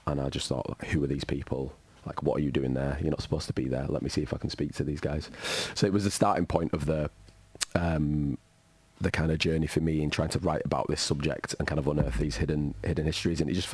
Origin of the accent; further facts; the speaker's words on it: Bradford, Yorkshire and the Humber, United Kingdom; I'm from Bradford. Northern Soul was a big thing growing up.